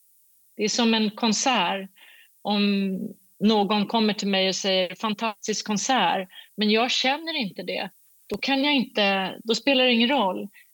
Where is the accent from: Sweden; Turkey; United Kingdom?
Sweden; och han är från Kanada och jag är från Sverige, och han är född närmare min mamma än mig. Vi har olika kultur, olika religion.